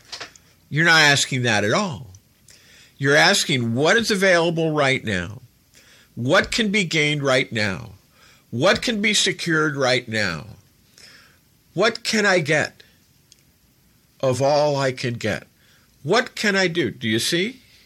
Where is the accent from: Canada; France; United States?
United States; I'm an American. I'm pro-America because I believe in the principles.